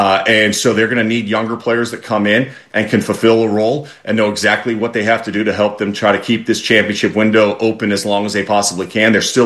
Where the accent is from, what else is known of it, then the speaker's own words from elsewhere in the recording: Bay Area, California, United States; growing up in the Bay Area, I wasn't really a Warriors fan.